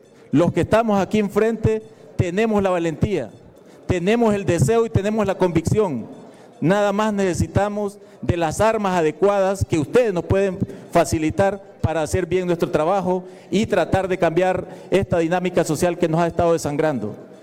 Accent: Honduras; como hondureños, agradecerles el apoyo

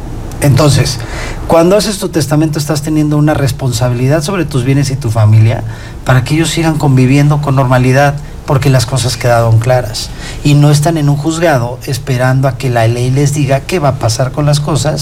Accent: Mexico

